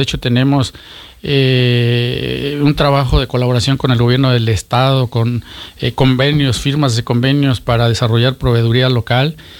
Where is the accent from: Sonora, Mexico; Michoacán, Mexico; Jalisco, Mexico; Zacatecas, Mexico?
Zacatecas, Mexico; soy orgullosamente zacatecano.